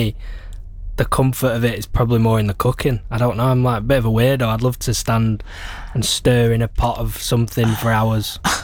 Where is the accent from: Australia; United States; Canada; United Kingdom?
United Kingdom; Manchester, North West England; from Manchester, as you say. I'm 28. Love travelling.